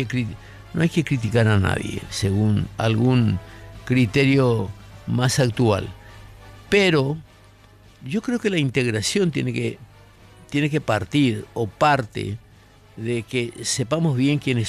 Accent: Paraguay; somos todos paraguayos

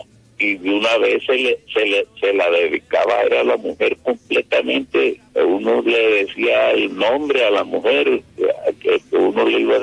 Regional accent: El Paso, Cesar, Colombia; Somos nativos del Paso César. nací en el año de 1932.

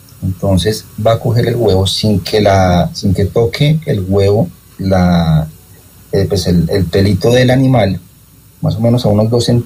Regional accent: Colombia; yo creo que es por lo que somos, no sé, colombianos, latinos, nos enseñaron que la familia sí es lo más importante

